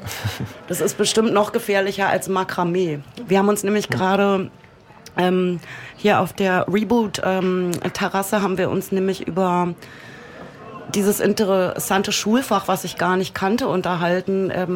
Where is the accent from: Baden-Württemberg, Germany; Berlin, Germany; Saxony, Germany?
Berlin, Germany; so richtig aus Westdeutschland komme ich ja nicht. Ich komme ja aus West-Berlin und bin darum schon relativ ostaffin.